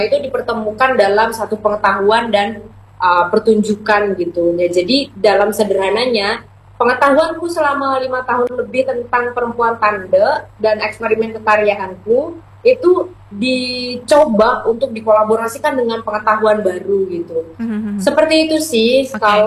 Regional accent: East Java, Indonesia; dan tidak hanya menjadi dari sudut pandang aku sebagai orang Madura gitu. Orang-orang yang di luar Madura bahkan lebih tertarik mungkin dengan budaya kita gitu.

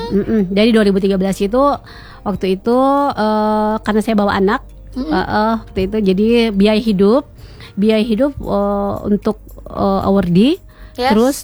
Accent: Southeast Sulawesi, Indonesia; kita anak Sultra

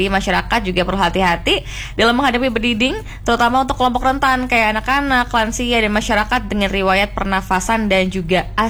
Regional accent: Malang, East Java, Indonesia; sebagai warga Malang

